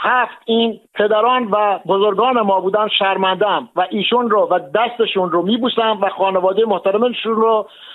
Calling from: Iran

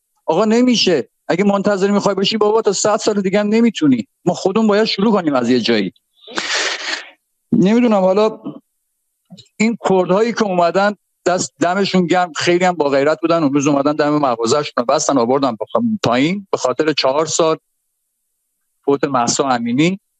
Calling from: Babolsar, Mazandaran, Iran; من بابرسر توی بهار شهر مازندران

